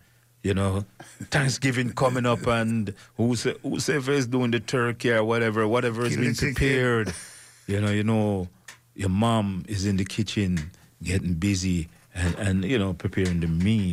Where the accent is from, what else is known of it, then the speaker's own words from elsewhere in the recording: Jamaica; I will speak as a Jamaican now.